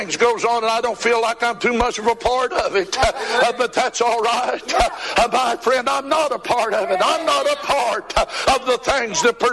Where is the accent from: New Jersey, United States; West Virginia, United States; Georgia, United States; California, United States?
West Virginia, United States; because I was born in Wayne County. I was born in Shredo. And say you go up to Charleston, and they'll find … for you, because I'm a citizen of West Virginia. And say, listen, lived there the most of my life.